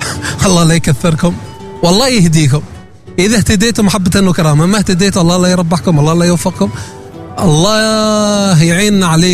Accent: Salalah, Dhofar, Oman; هذا مثل هذا مثل عندنا في صلالة يقول لك والكلام ليش يا جارة

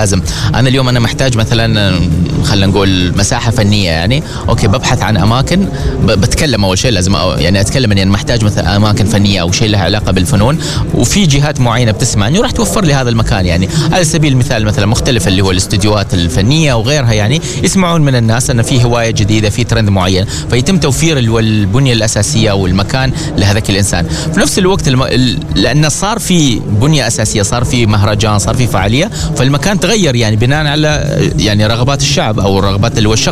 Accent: Oman

